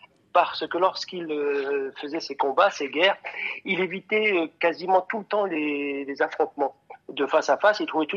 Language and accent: French; Grenoble, Auvergne-Rhône-Alpes, France; also born or lived in Franche-Comté; Et par contre, je suis un Français à 800%. J'ai grandi à Grenoble. J'ai fait un petit détour en Franche-Comté, mais je suis revenu ici.